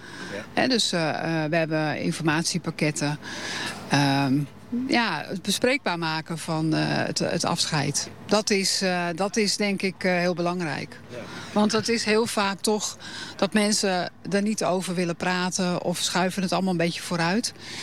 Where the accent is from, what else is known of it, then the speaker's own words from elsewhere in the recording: Alphen aan den Rijn, South Holland, Netherlands; We komen ook uit Alfa aan de Rijn.